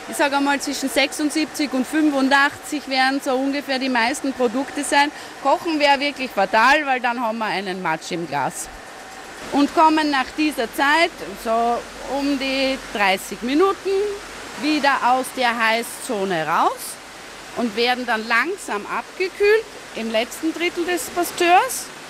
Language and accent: German; Austria; Bei uns in Österreich wachsen die Gurken alle am Feld, auf der Erde.